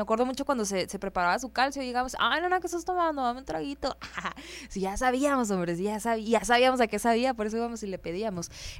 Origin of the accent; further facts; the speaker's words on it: Sonora, Mexico; soy sonorense